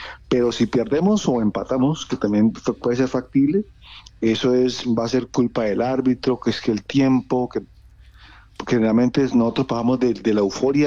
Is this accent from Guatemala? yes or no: no; Colombia; Yo como colombiano siempre soy optimista.